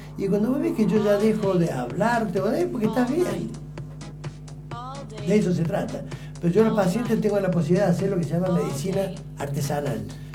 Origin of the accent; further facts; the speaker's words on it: Jesús María, Córdoba, Argentina; moved away; teníamos una clínica en Jesús María. Mi pueblo de origen, al cual amo.